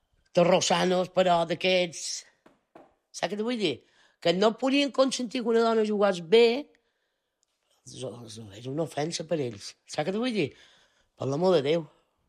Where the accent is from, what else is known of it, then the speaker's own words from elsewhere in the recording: Bunyola, Balearic Islands, Spain; I del Baleares vam venir allà on jo volia anar, en el Bunyola. Jo som molt de Bunyola.